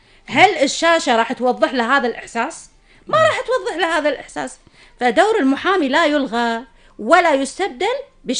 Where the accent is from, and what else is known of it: Kuwait